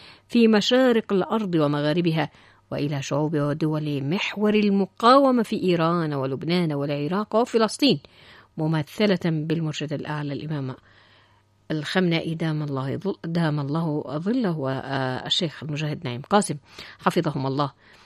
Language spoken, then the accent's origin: Arabic; Yemen; وفي غمرة هذه التضحيات العظيمة نحن كشعب يمني نبعث بأصدق دعواتنا